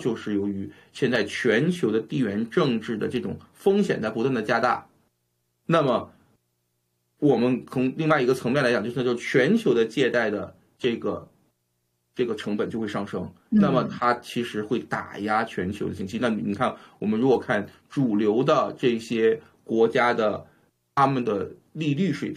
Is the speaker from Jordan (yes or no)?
no; Canada; 我们加拿大不像美国，我们相对来说经济是更弱一点的啊。